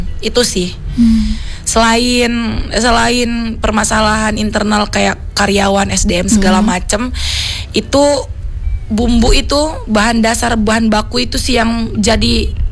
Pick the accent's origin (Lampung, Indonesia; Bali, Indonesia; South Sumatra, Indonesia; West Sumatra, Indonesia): Lampung, Indonesia; Kota Agung; moved away; aku nih kan perantau dari Kota Agung, kabupaten kecil kan.